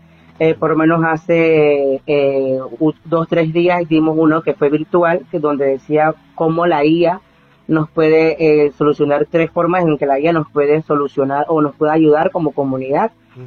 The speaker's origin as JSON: {"language": "Spanish", "town": "La Chorrera", "region": "Panamá Oeste", "country": "Panama", "said": "yo soy de La Chorrera, de Panamá Oeste. Tengo 34 años"}